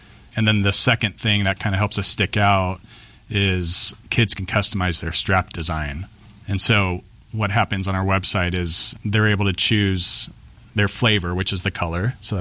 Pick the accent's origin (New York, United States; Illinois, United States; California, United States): California, United States; I'm from Orange County, California.